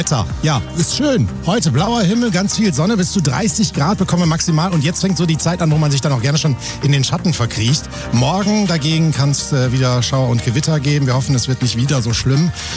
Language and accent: German; Thuringia, Germany; Ja, wir haben nämlich Würste dabei, weil als Thüringer ist es nie zu früh zum Grillen.